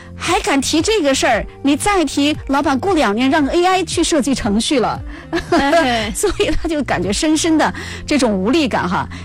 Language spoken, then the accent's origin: Chinese; Chongqing, China; 在我们重庆哈，就是上了这个37、38度，基本上是要求我们的工人是不能够做工了